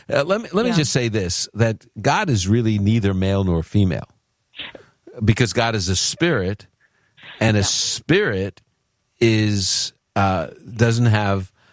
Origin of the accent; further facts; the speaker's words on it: New York City, New York, United States; moved away; That's my neck of the woods where I'm from originally, you know, from the Holy Land, Brooklyn, New York.